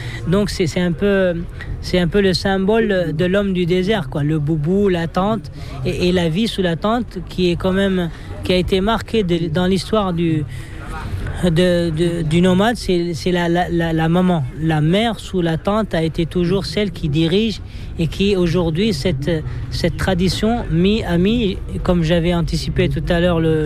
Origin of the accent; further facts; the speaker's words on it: Zouérat, Tiris Zemmour, Mauritania; French is a second language; Alors moi j'ai grandi, je suis né dans la ville de nos jours, qui est une ville au nord du pays Zouérat, là où il y a la mine, l'exploitation du minerai de fer. Et donc je suis né dans la ville, j'ai grandi à l'école dans la ville